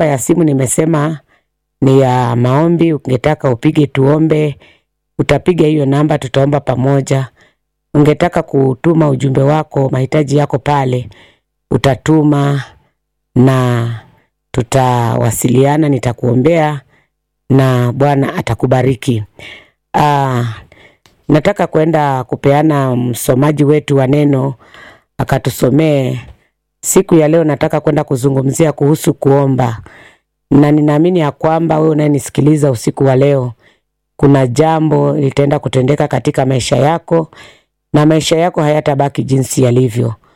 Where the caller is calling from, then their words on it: Machakos County, Kenya; nimeokoka na nampenda Yesu. Natoka Machakos County na hudumu na huduma ya Neema ya Ajabu pale Katoloni stage inaitwa 240.